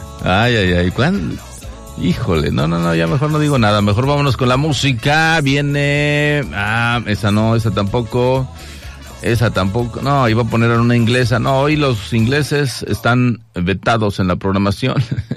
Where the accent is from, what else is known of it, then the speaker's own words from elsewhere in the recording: Mexico; como buen mexicano futbolero de barrio, ¿no? De pueblo